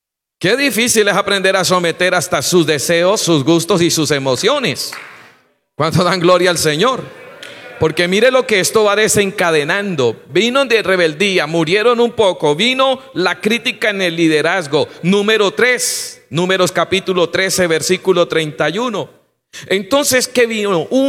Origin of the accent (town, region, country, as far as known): Colombia